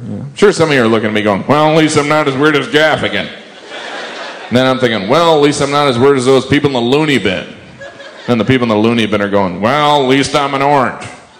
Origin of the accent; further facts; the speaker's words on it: United Kingdom; accent: British; And don't be thrown by my British accent.